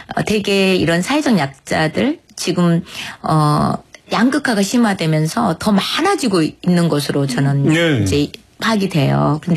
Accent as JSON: {"language": "Korean", "region": "Honam", "country": "South Korea", "said": "저는 호남 사람이거든요."}